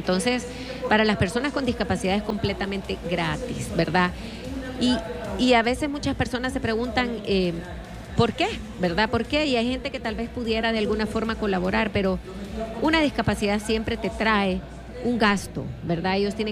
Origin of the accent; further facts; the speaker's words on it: El Salvador; nos debemos de sentir súper orgullosos como salvadoreños